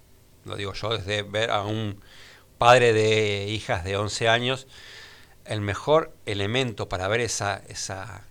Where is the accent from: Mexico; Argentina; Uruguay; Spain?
Argentina; Buenos Aires; moved away; yo las reconozco de mi infancia en Buenos Aires.